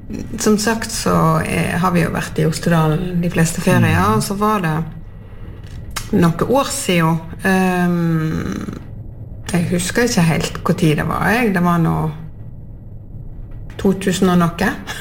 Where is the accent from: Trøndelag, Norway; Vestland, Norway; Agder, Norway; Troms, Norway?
Vestland, Norway; Sotra; Opprinnelig så ja. Kommer jeg fra Sotra.